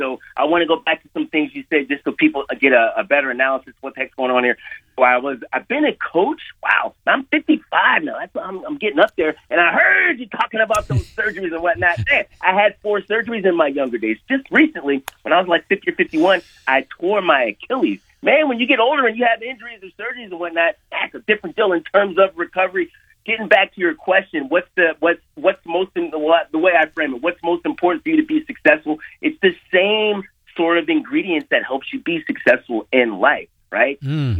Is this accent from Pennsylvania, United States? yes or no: no; Illinois, United States; I'm from Illinois. I was a state champion there in all three styles.